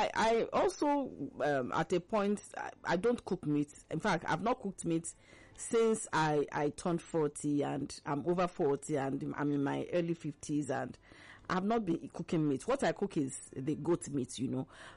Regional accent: southern Nigeria, Nigeria; I'm from the South, and our food is crayfish and fish, nothing more.

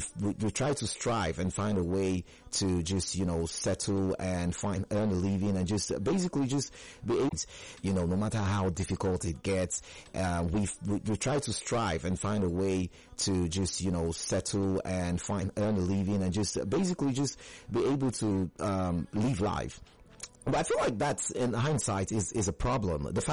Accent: Nigeria

